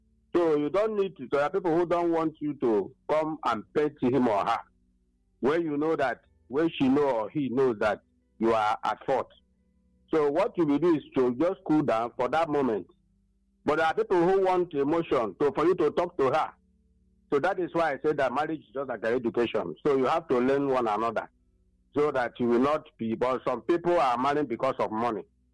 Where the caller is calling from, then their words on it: Enugu, Enugu State, Nigeria; I'm from Enugu here.